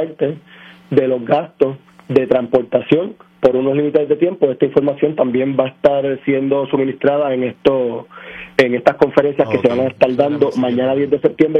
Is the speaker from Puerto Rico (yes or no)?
yes; San Juan, Puerto Rico; Yo soy de San Juan.